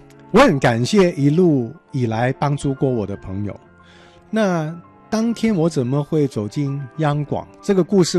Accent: Hong Kong; moved away as an adult; now in Taiwan; 那个人居然愿意这么信赖我这个港仔

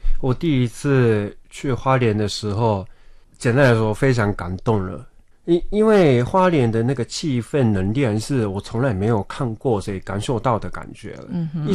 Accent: Osaka, Japan; Chinese is a second language; moved away as an adult; also born or lived in Kyoto / Tokyo; now in Taiwan; 我也是大阪人。

